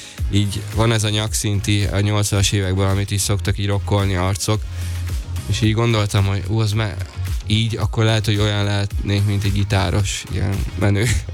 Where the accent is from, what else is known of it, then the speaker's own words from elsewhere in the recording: Debrecen, Hajdú-Bihar, Hungary; Így van, szülővárosomból.